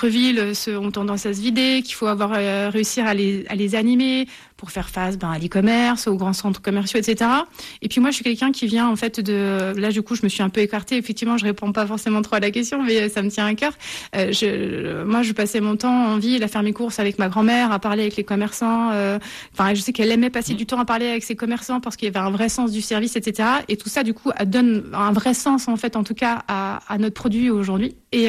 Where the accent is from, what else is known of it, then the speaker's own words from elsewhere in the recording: Dijon, Bourgogne-Franche-Comté, France; also born or lived in Paris; j'ai quitté Paris et ce grand groupe en 2021 post-Covid. Je suis revenue m'installer à Dijon, ma ville natale